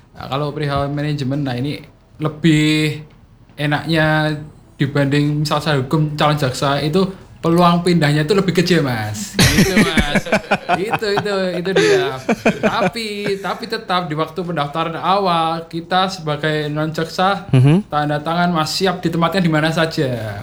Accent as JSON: {"language": "Indonesian", "town": "Sukoharjo", "region": "Central Java", "country": "Indonesia", "tie": "born or raised there", "moved": "as an adult", "lives_now": "Magelang, Indonesia", "said": "Saya sudah nyaman, asal saya di Sukoharjo mas, asal saya di Sukoharjo, sudah nyaman di Sukoharjo, nyaman di Solo."}